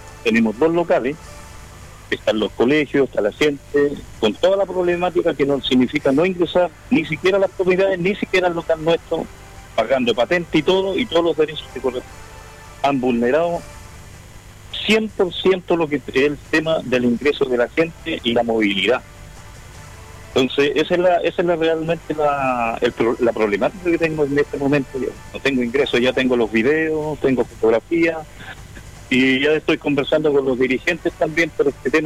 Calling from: Chile; De aquí de Lagunilla, Avenida Escuadrón.

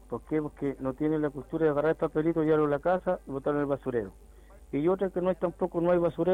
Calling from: San Carlos, Ñuble, Chile

